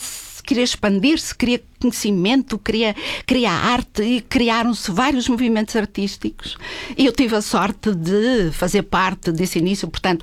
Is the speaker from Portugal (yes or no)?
yes; Madeira, Portugal; now in Lisbon, Portugal; eu também tive sorte de ter nascido na, a Madeira tem o lado de isolamento, mas também tem aquele lado paraíso de grupinhos, de amigos, de bolha de conforto.